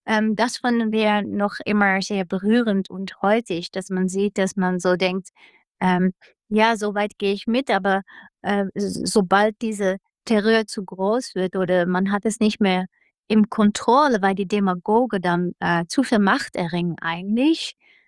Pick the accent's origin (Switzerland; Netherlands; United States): Netherlands; now in Germany; Ich glaube, es ist ein sehr großes Privileg gewesen, dass wir diese Zeit in Jena hatten. Wir kommen aus den Niederlanden, wo wir auch frei produziert haben.